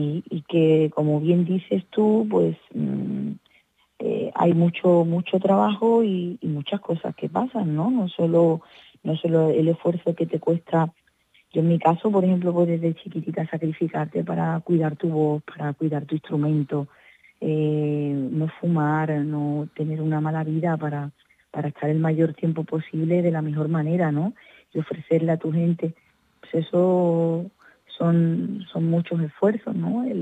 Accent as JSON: {"language": "Spanish", "area": "Cádiz", "region": "Andalusia", "country": "Spain", "tie": "born or raised there", "said": "siempre sentí el calor de mi gente, el calor de la gente de la isla que me han querido desde chiquitita, desde que empecé, como digo, y luego en mi país, por supuesto, en Andalucía entera y en España entera"}